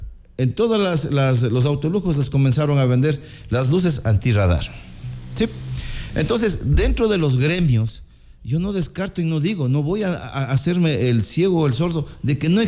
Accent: Ecuador; nosotros como buenos ecuatorianos

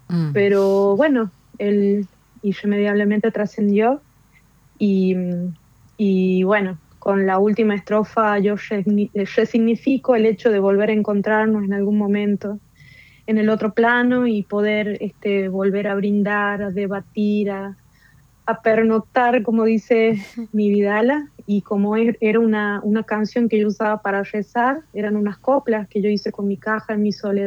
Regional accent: Colpes, Catamarca, Argentina; also born or lived in La Rioja; now in Buenos Aires, Argentina; Yo soy de Colpes, Pomán, y en mis años mozos, dijeran, me fui a vivir a la ciudad de Los Naranjos, en La Rioja, y para estudiar

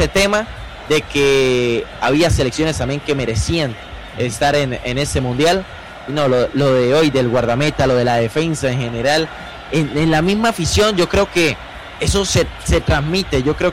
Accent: Colombia; Pero yo, como ecuatoriano, si lo fuera, o en ese momento, claro, como colombiano, como periodista

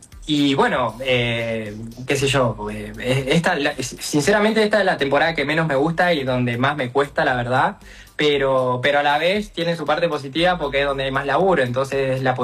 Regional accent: Argentina; moved away as an adult; en mi caso o en nuestro caso como argentinos

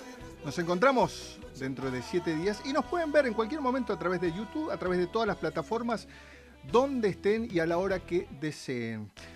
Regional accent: Argentina

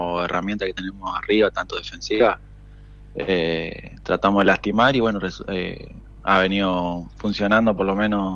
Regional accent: Mendoza, Argentina; moved away as an adult; also born or lived in Comodoro Rivadavia; now in Catriel, Argentina; Sí, soy de Mendoza, el año pasado estuve en Jorge Newbery, jugué regional ahí

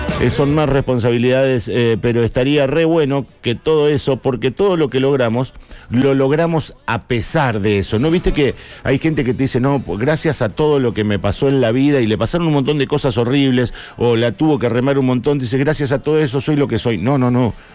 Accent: Argentina; Como somos nosotros los argentinos, vio que con poquito le hacemos mucho.

